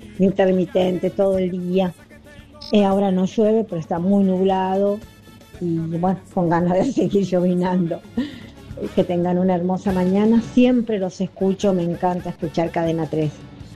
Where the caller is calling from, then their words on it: Eduardo Castex, La Pampa, Argentina; de Eduardo Castex, La Pampa.